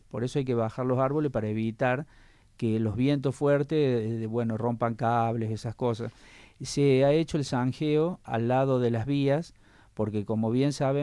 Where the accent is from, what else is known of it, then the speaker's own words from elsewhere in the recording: Capilla del Monte, Córdoba, Argentina; somos todos hijos de Capilla del Monte, los que estamos de toda la vida y la gente que eligió vivir acá